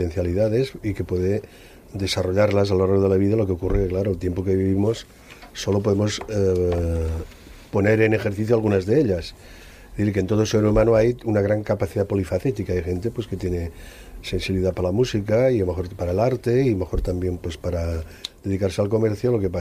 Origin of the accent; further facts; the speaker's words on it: Aragon, Spain; Digamos que soy maño.